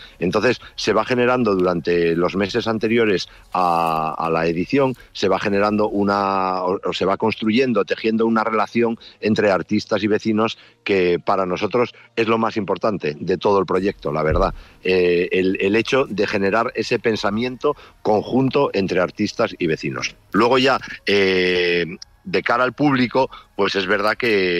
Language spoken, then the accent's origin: Spanish; Asturias, Spain